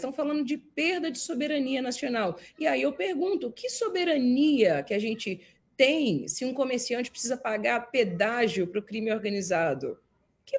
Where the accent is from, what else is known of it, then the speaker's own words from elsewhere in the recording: Belo Horizonte, Minas Gerais, Brazil; moved away as an adult; now in São Paulo, Brazil; Eu, como mineira de Belo Horizonte, saí de Minas em 2016, quando eu me mudei para São Paulo. E minha família é toda mineira, né?